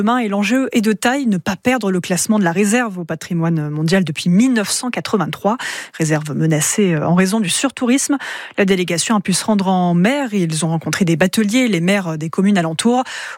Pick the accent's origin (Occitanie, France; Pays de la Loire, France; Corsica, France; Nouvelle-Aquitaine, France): Corsica, France